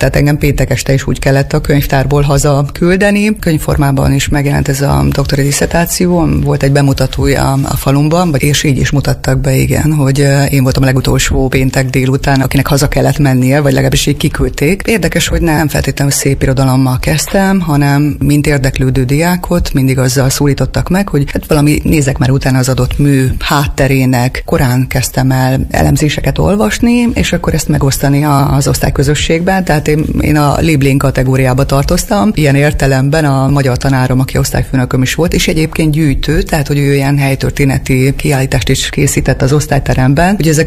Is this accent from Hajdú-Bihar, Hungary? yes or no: yes; Debrecen, Hajdú-Bihar, Hungary; also born or lived in Nyíradony; Nyíradonyi származású vagyok, Debrecenben születtem 1973-ban